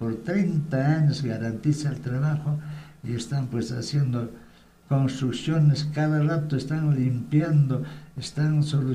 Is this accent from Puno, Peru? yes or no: no; Mollepata, Cusco, Peru; mi tierra, Mollepata